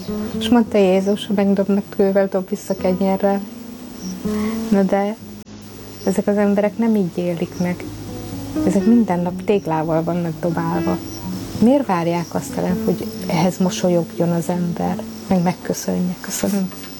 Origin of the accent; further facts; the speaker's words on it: Hungary; born there; És roma vagyok, de én itt születtem, én magyarul beszélek, én magyarul adózok, magyarul álmodom, magyarul imádkozom, minden magyarul csinálok.